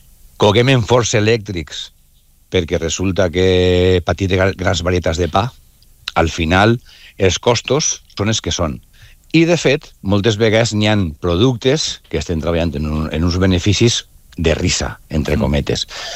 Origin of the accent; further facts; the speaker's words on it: Valencia, Valencian Community, Spain; soc del Cabanyal, a mi m'encanta eixir pel barri, veure el meu barri